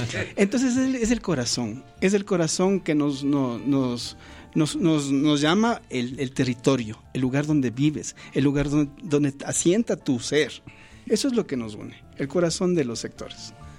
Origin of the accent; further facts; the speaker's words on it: Cotocollao, Pichincha, Ecuador; Somos de Cotocollao, o somos yumbos, o somos toleños. O sea, el territorio es lo que somos, ¿no es cierto?